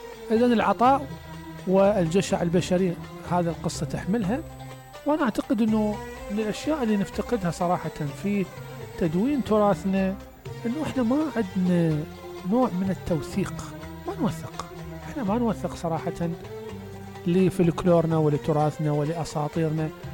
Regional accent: Iraq; احنا ما عندنا بالعراق

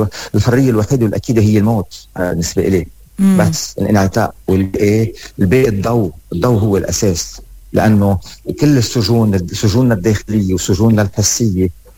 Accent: Lebanon; نحن كلبنانيين وكناس من بلاد الشام حتى

